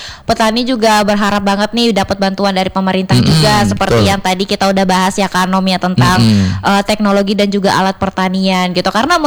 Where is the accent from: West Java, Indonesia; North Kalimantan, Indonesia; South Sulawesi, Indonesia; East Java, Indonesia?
North Kalimantan, Indonesia; moved away; waktu aku lagi di kampungku ya di Kaltara gitu kan.